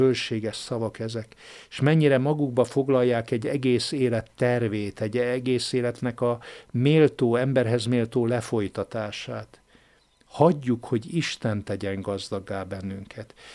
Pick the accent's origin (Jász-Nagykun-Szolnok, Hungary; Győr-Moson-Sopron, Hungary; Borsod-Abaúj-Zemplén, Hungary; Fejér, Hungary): Győr-Moson-Sopron, Hungary; Mosonmagyaróvár; born or raised there